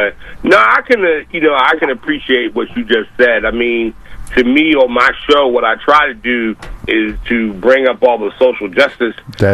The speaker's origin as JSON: {"language": "English", "town": "Baltimore", "region": "Maryland", "country": "United States", "tie": "born or raised there", "said": "even though I grew up in Baltimore"}